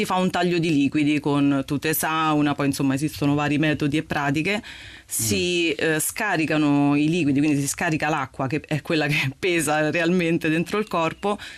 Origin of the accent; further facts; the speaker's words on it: Cerveteri, Lazio, Italy; Cerenova, Cerveteri.